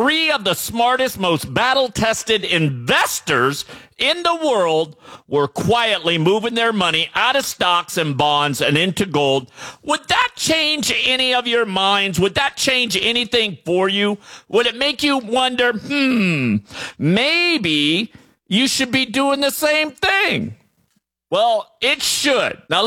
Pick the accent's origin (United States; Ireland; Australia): United States; Iowa; now in Minneapolis, United States; over there in Minneapolis, Minnesota, from my hometown, Iowa.